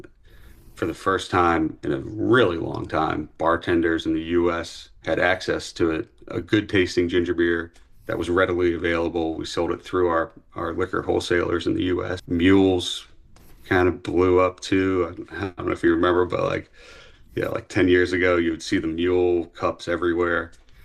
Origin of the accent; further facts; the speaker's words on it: Bermuda